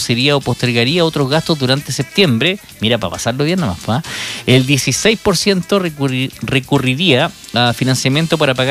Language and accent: Spanish; Chile; cómo somos los chilenos